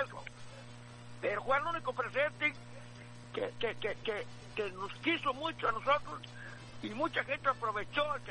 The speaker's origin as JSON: {"language": "Spanish", "region": "Michoacán", "country": "Mexico", "lives_now": "United States", "said": "Porque soy michoacano y también soy de aquí de Estados Unidos. Ya me hice ciudadano por mis padres."}